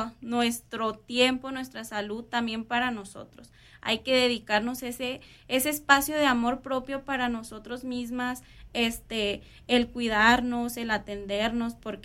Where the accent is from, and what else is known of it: Mexico